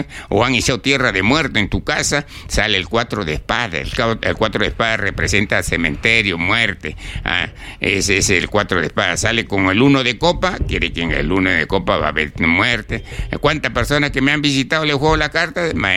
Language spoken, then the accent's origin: Spanish; Chiclayo, Lambayeque, Peru; moved away; de allá de mi tierra, Chiclayo